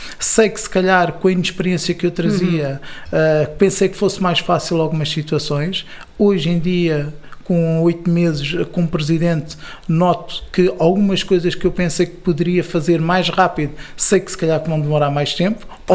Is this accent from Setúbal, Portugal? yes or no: yes; Fernão Ferro, Setúbal, Portugal; now in Quinta do Conde, Portugal; há 20 anos, final de 2005, início de 2006, mas já conheci a Quinta do Conde, que eu vivo, cresci aqui ao lado, em Fernão Ferro, e tinha uma grande parte dos meus amigos e a minha juventude também foi muito passada aqui na Quinta do Conde.